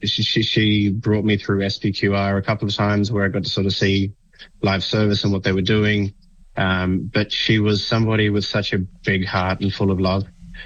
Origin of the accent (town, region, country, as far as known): Australia; born there